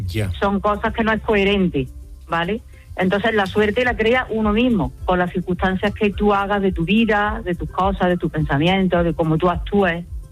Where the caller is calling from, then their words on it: Córdoba, Andalusia, Spain; de Córdoba.